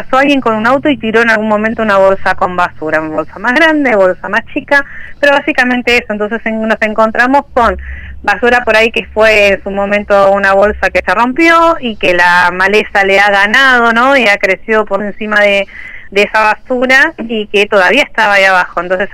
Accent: Lomas de Zamora, Buenos Aires Province, Argentina; No soy de Rodríguez, soy de Lomas de Zamora.

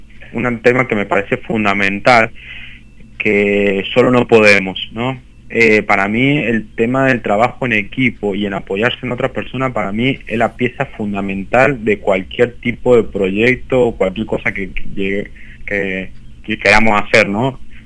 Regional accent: Argentina; Por ahí como argentino creemos que sabemos

